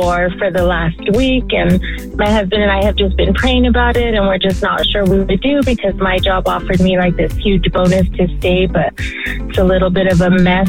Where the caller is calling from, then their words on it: Albuquerque, New Mexico, United States; Albuquerque, New Mexico.